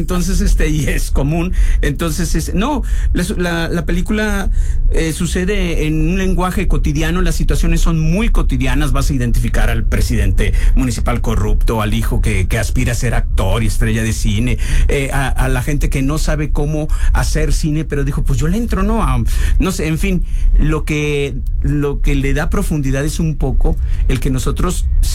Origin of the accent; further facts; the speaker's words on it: Colima, Mexico; Yo soy de Colima, tus órdenes.